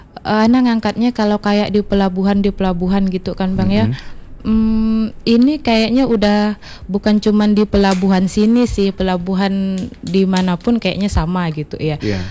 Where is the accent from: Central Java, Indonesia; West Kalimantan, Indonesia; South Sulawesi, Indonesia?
West Kalimantan, Indonesia; Sambas; moved away; Saya Sambas